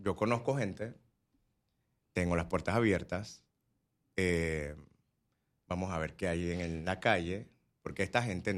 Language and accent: Spanish; Panama; moved away as an adult; also born or lived in Italy; quiero hacer un restaurante en mi país porque ya me quiero regresar.